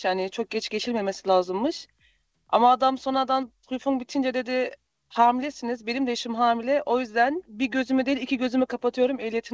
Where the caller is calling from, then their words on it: Schönefeld, Brandenburg, Germany; Şönefeld'den katılıyorum. Berlin Şönefeld.